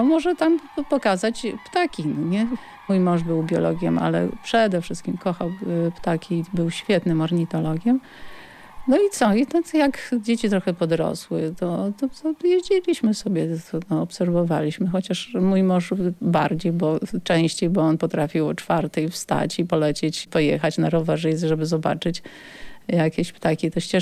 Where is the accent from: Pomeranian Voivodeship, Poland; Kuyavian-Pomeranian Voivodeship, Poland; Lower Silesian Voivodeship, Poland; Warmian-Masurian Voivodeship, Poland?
Lower Silesian Voivodeship, Poland; Nowa Ruda; moved away as an adult; also born or lived in Lublin; Ja mieszkałam do czasu studiów w Nowej Rudzie.